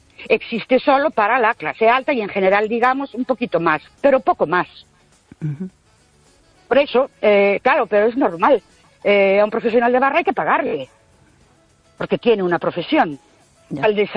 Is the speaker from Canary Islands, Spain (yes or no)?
no; Ourense, Galicia, Spain; Buenas noches … de Ourense.